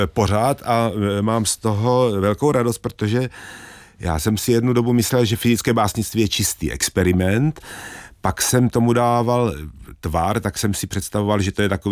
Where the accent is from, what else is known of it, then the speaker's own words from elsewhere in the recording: Brno, South Moravian Region, Czechia; Jsem teda z Brna